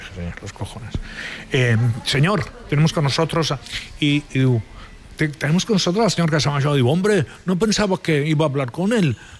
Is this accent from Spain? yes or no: yes; Barcelona, Catalonia, Spain; Yo soy de San Andreu, que es un barrio que está bastante lejos